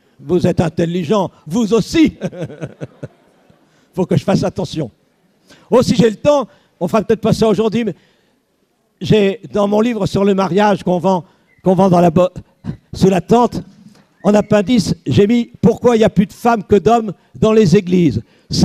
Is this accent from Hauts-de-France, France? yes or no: yes; Valenciennes, Hauts-de-France, France; Je faisais une conférence sur un sujet semblable dans ma ville natale, dans l'hôtel de ville de Valenciennes.